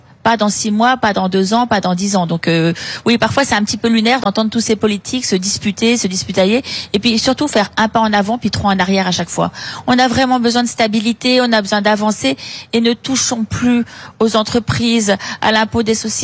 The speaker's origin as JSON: {"language": "French", "region": "Auvergne-Rhône-Alpes", "country": "France", "said": "Vous savez, moi je suis de l'Isère"}